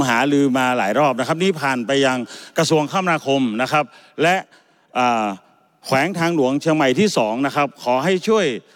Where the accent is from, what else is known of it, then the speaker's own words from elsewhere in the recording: Northern Thailand, Thailand; accent: Northern Thai (Kham Mueang), his home dialect; ผมก็ขออนุญาตใช้ภาษาบ้านผม